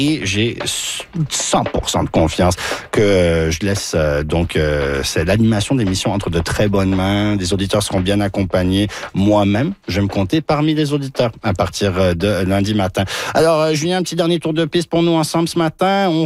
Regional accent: Toronto, Ontario, Canada; born there; moi j'ai grandi à Toronto, je suis là depuis 96

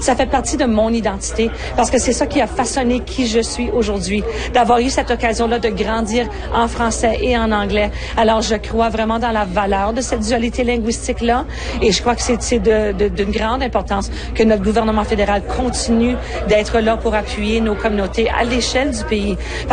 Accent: Manitoba, Canada; born there; moi, je suis franco-manitobaine de souche. Je vis dans une situation, dans un contexte de francophonie minoritaire.

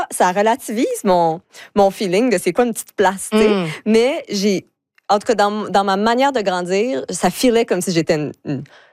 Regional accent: Deux-Montagnes, Quebec, Canada; Mais en fait, quand je dis que je viens de Deux-Montagnes, tout le monde me demande, me font des blagues sur les Deux-Montagnes de Deux-Montagnes.

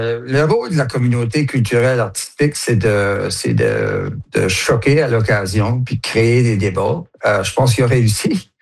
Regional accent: Saint-Antoine, New Brunswick, Canada; Tu sais, moi, je viens de Saint-Antoine, je m'en souviens à 14-15 ans dans le siège en arrière avec mon père

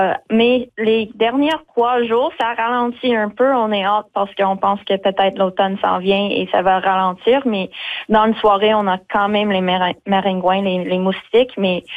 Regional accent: Longueuil, Quebec, Canada; moved away as an adult; now in La Tabatière, Canada; Non, j'ai grandi à Montréal, ben sur la rive sud à Longueuil

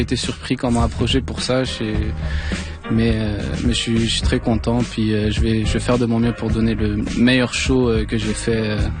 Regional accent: Morocco; now in Canada; Puis moi je suis marocain

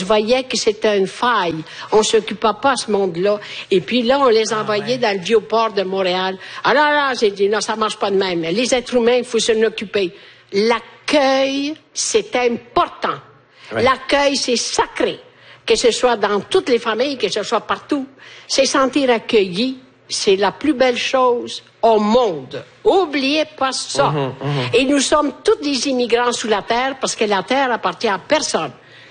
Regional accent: Italy

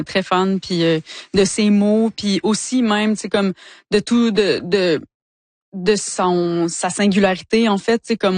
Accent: Quebec, Canada; born or raised there

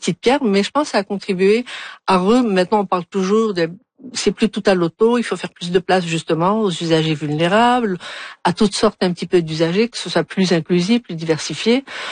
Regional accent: Algiers, Algiers Province, Algeria; Et donc moi, je suis vraiment native d'Alger

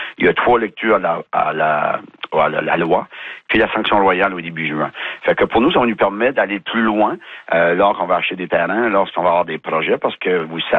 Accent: New Brunswick, Canada; chez nous, au Nouveau-Brunswick

